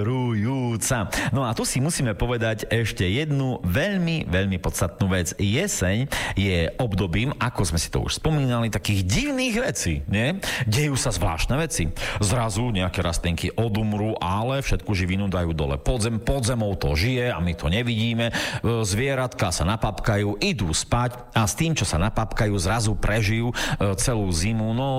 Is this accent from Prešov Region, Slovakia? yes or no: yes; Bardejov, Prešov Region, Slovakia; lebo ja som sa narodil v Bardejove a tam som prežil celé svoje detstvo.